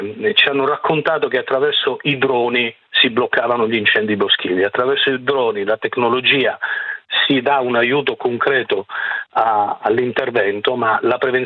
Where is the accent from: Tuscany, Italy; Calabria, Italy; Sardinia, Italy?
Calabria, Italy; io lo dico anche da calabrese.